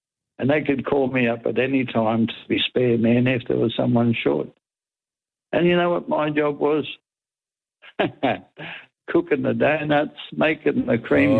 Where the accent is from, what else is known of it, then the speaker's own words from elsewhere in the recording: Sydney, New South Wales, Australia; I was born in Paddington Women's Hospital.